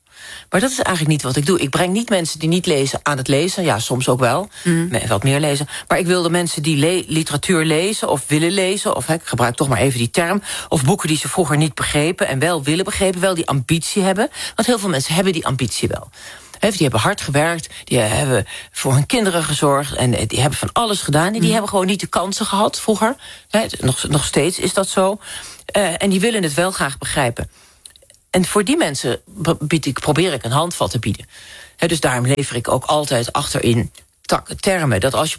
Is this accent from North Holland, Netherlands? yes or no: no; Drenthe, Netherlands; ik kom uit Drenthe, dus daar waren ook de paardenmarkten en de veemarkten en dat soort dingen.